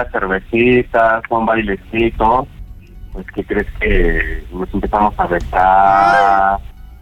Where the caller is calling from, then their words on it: Mexico City, Mexico; yo soy de Iztapalapa.